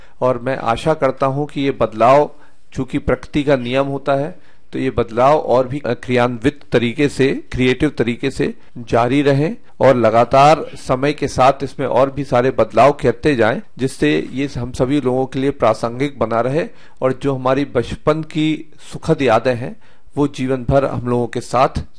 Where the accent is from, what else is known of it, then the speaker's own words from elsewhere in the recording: Chhatarpur, Madhya Pradesh, India; हमारे छतरपुर को सबसे बड़ी सौगात इस आकाशवाणी ने दी है, वो हमारे बोलने का लहजा है जो एकदम बदल के ही रख दिया।